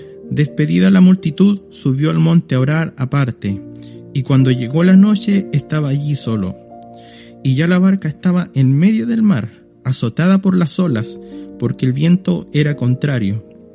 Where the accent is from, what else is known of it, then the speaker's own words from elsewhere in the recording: Dalcahue, Los Lagos, Chile; now in Valdivia, Chile; pertenecí y me crié mucho tiempo en la Iglesia del Señor, la cual ganó por su sangre, en Dalcahue. Dalcahue es un pueblito que está en la isla de Chiloé. Un pueblito muy lindo, muy hermoso.